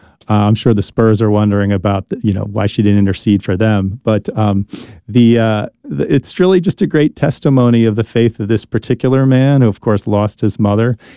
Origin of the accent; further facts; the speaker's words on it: New Jersey, United States; Thanks for coming to New Jersey, my home state